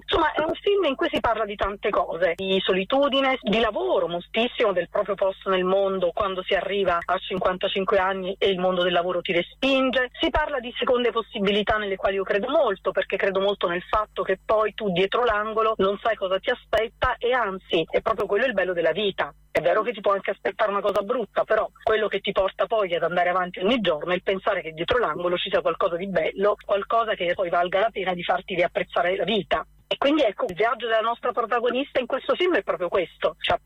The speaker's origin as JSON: {"language": "Italian", "town": "Nocera Inferiore", "region": "Campania", "country": "Italy", "tie": "born or raised there", "said": "io sono originaria di Nocera Interiore, che poi è la cittadina dove abbiamo girato quasi tutto il film"}